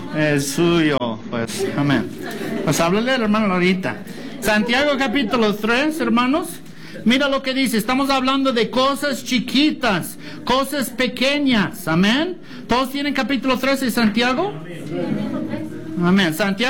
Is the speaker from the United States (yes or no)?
yes; United States; moved away; creciendo en los Estados Unidos